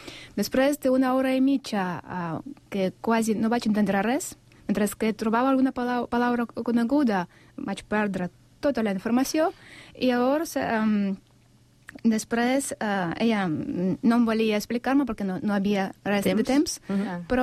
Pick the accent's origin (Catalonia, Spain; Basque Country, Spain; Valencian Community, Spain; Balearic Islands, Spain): Catalonia, Spain; Sant Cugat del Vallès; Soc de Sant Cugat, però cada setmana vaig a Vilafranca del Penedès perquè els senseis són meravellosos.